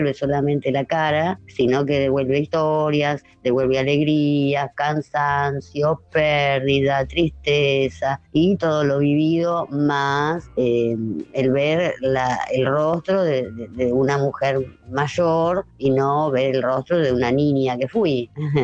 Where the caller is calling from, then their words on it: Buenos Aires, Argentina; de Barrio Norte